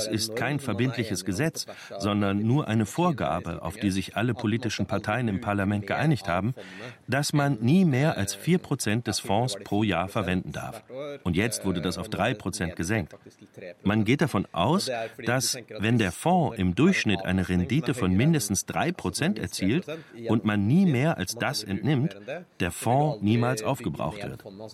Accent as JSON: {"language": "German", "country": "Norway", "said": "Das ist unser gemeinsames Vermögen als Norweger."}